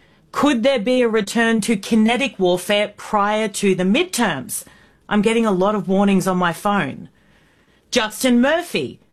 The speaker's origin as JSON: {"language": "English", "country": "Australia", "said": "I am an Australian broadcaster."}